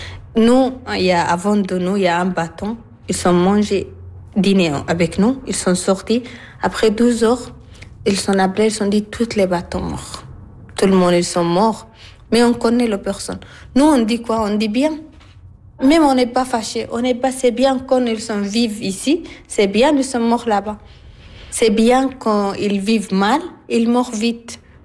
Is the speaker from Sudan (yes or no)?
yes; Sudan; French is a second language; moved away; J'ai 33 ans. Je viens de Soudan. Je suis allée à Libye. Après, on continue jusqu'à Italie.